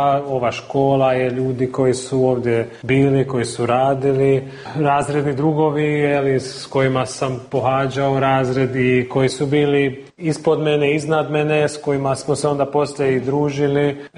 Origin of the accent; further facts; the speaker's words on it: Pécs, Baranya, Hungary; ja sam rođen u Pečuju, odrastao sam u Pečuju, ali uvijek sam bio povezan sa Salantom jer mama je odavdje, cijela obitelj njena